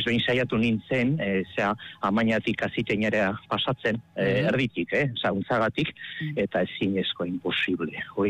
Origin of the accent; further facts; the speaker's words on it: Basauri, Basque Country, Spain; born there; now in Galdakao, Spain; Basauritarra naz, ni jaixo basaurin jaio nintzen, oingaldakon bizinaz.